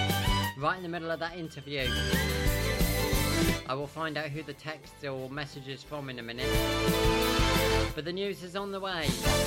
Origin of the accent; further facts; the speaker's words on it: South East England, United Kingdom; now in Blackpool, United Kingdom; I'm from West Sussex originally.